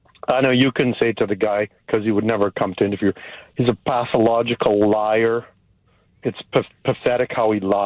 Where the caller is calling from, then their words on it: Delta, British Columbia, Canada; You live in South Delta like I do.